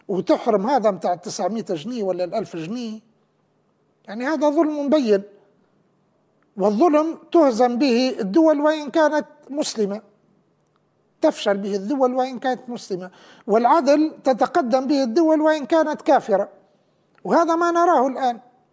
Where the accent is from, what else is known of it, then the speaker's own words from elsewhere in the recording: Libya; احني بدل كلنا كليبيين كلنا واني منكم